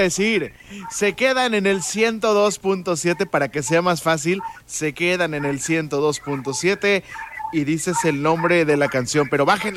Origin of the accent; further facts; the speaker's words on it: Mexico; yo también soy de ahí, oriundo de ahí, de la Laredo, de esos aguerridos de ahí de la colonia.